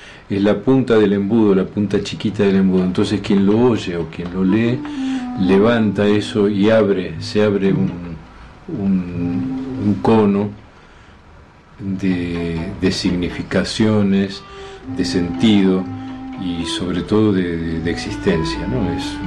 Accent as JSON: {"language": "Spanish", "region": "Buenos Aires", "country": "Argentina", "tie": "born there", "moved": "yes", "lives_now": "Neuquén, Argentina", "said": "nací en Buenos Aires y hace casi 30 años que vivo en Neuquén."}